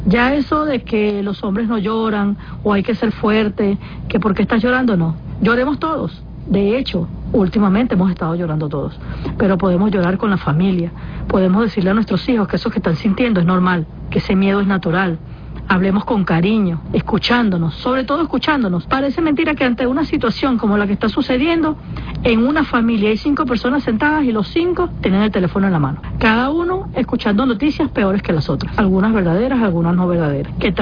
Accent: Venezuela; Así somos los venezolanos. Nosotros nos caemos, nos levantamos, nos caemos, nos levantamos, quizás con más experiencia, quizás con más fuerza, quizás con más humor

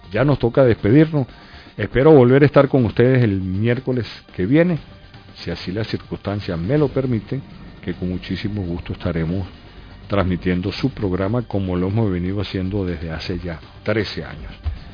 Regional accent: Venezuela; como venezolano que soy

